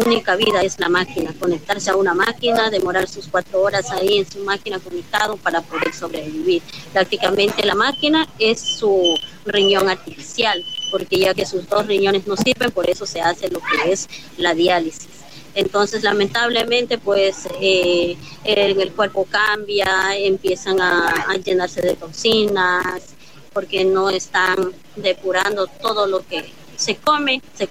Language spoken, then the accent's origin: Spanish; Amazon, Ecuador; a los amazónicos nos tienen así